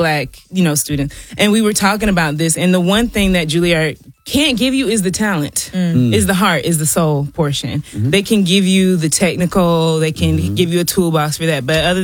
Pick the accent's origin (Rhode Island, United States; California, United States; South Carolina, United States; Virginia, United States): South Carolina, United States; I'm from South Carolina, small town, grew up in the church, you know, like low to mid class family.